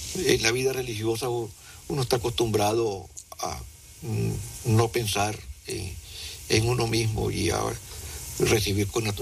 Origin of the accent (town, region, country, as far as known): Nicaragua